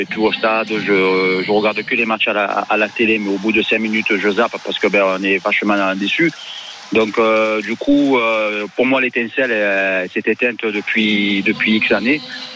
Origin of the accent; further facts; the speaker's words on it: Marseille, Provence-Alpes-Côte d'Azur, France; De Marseille, je suis de Marseille, moi. Où à Marseille? Dans le 12e arrondissement, du côté de la Valentine.